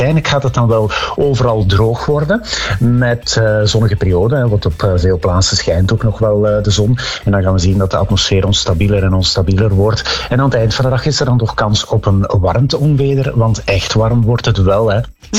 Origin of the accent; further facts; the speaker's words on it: Ghent, Flanders, Belgium; Ik ben geboren en getogen in Gent.